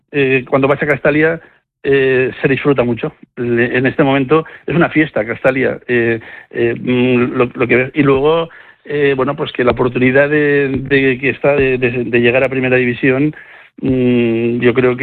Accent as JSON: {"language": "Spanish", "town": "Castellón de la Plana", "region": "Valencian Community", "country": "Spain", "said": "la gente que somos de Castellón lo vivimos tal vez un pelín más"}